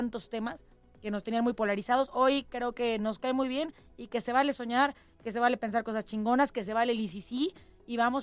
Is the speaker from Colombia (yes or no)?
no; Mexico